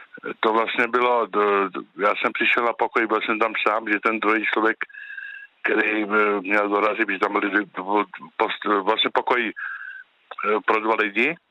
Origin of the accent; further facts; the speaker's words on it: Karlovy Vary Region, Czechia; já jsem ze Sokolovska, jak jsem říkal